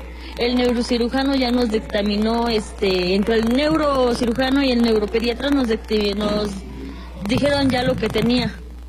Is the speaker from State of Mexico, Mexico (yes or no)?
no; Puebla, Mexico